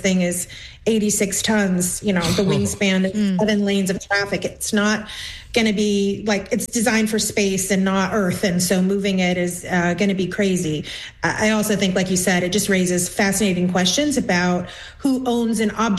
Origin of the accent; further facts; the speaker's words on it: Texas, United States; moved away; Well, I'm originally from Texas